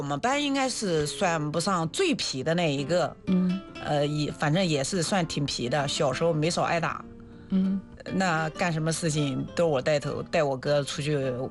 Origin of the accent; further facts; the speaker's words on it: Tongling, Anhui, China; 来自于安徽的铜陵。